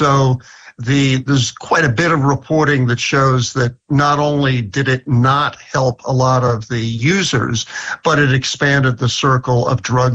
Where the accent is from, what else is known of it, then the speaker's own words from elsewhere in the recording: New York City, New York, United States; And I should say, you know, I grew up in New York City.